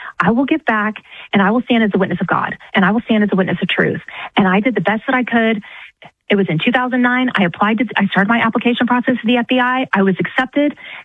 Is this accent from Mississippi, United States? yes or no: no; Texas, United States; I'm from Texas, 23 years old.